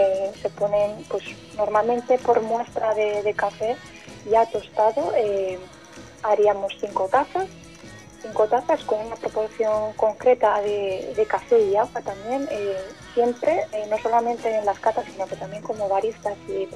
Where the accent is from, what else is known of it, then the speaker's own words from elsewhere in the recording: Vitoria-Gasteiz, Basque Country, Spain; moved away as an adult; also born or lived in Vancouver, Canada; Y posteriormente decidí volver a mis raíces, ¿no? A Vitoria, donde actualmente soy copropietaria en Dry Coffee Roaster